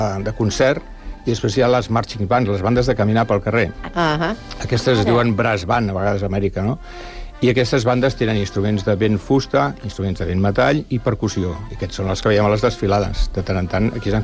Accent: Sant Cugat del Vallès, Catalonia, Spain; also born or lived in Barcelona; des de fa més de 50 anys visc a Sant Cugat. Vaig néixer a Barcelona, però em considero que sóc de Sant Cugat. A tot arreu ho vaig dient. La cosa és que des de petit ja vaig estar a les escoles d'aquí, al Pla Ferreres.

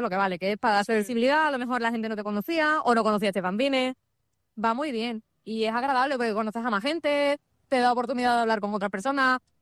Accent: Seville, Andalusia, Spain; yo soy sevillana, pero mis abuelos, como son salmantinos

